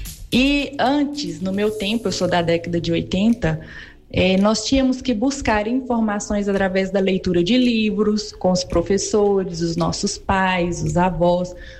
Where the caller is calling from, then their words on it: Paracatu, Minas Gerais, Brazil; eu falo de Paracatu, Minas Gerais.